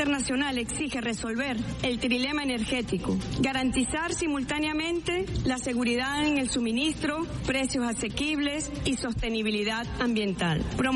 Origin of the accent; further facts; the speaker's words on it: Venezuela; Vengo a esta asamblea como una hija más de Venezuela